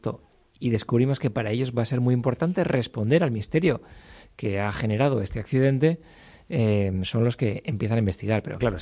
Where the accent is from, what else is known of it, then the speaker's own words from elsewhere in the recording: La Rioja, Spain; also born or lived in Zaragoza; now in San Sebastián, Spain; Yo vengo de un pueblecito de La Rioja